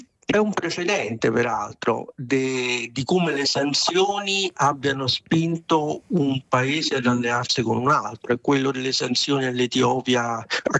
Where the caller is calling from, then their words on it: A Coruña, Galicia, Spain; chiamo dalla Corugna in Spagna.